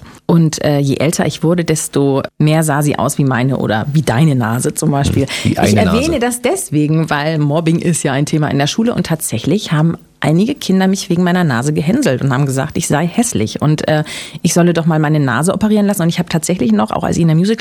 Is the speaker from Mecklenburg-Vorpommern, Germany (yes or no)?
no; Berlin, Germany; Ja, ich bin ja Berliner.